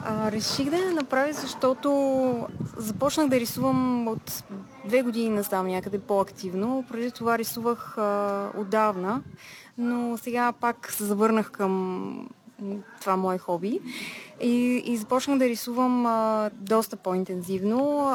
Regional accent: Blagoevgrad, Blagoevgrad Province, Bulgaria; moved away as an adult; also born or lived in Maine, United States; Родена съм в Благоевград и тук съм учила в езиковата гимназия. След това учих и рисуване в Щатите, в университета в Мейн, но се завърнах в България

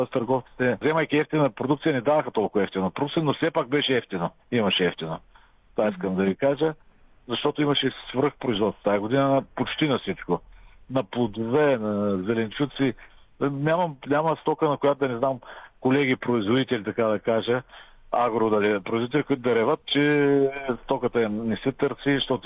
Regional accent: Northeast Bulgaria, Bulgaria; аз поне съм от Северо-Източна България и там имам си хора

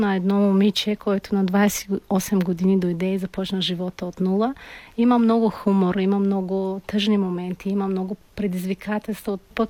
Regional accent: Tajikistan; first language Tajik; Bulgarian is a second language; moved away as an adult; now in Bulgaria; Нашия език няма нищо общо с руски език. Таджикски език е персийски език и корените абсолютно са различни. Но пак, понеже Таджикистан е една от бившите съветски държави, ние руски знаем като втори език.

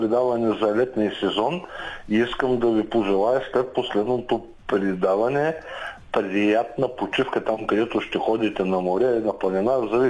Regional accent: Kardzhali Province, Bulgaria; born or raised there

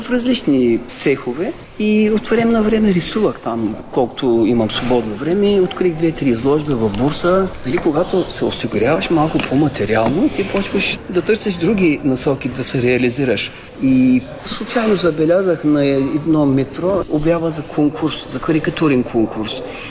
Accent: Aytos, Burgas Province, Bulgaria; moved away as an adult; also born or lived in Boyna, Kardzhali Province / Sliven; now in Bursa, Turkey; И аз съм израснал в Айтос и всички ми спомени за България са покрай Айтос. Затова аз използвам

